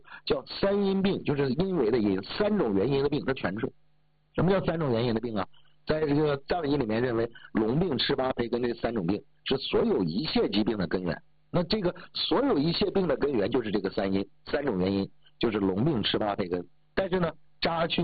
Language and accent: Chinese; Northeast China, China; 我身上流着山东人的血，我出生在东北，长在东北